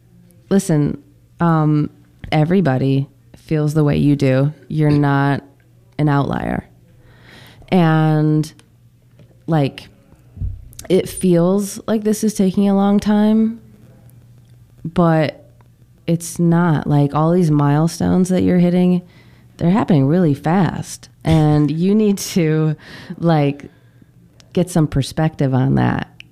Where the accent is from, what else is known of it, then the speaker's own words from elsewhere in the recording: Michigan, United States; Michigan, my home state.